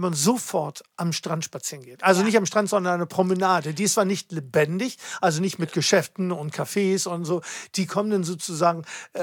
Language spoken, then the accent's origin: German; Grado, Friuli-Venezia Giulia, Italy; Und was ja meine Heimat ist.